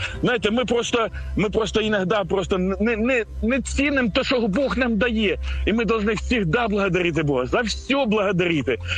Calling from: Kharkiv, Kharkiv Oblast, Ukraine; я із Харкова вас безпокою.

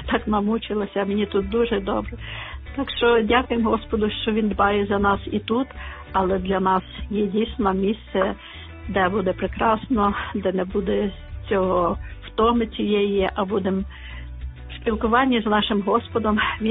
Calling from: Bilivtsi, Chernivtsi Oblast, Ukraine

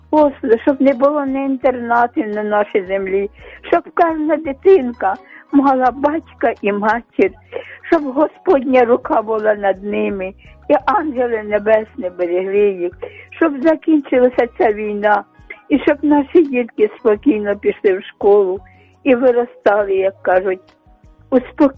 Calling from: Kyiv, Ukraine; я з Оболоні, з Києва.

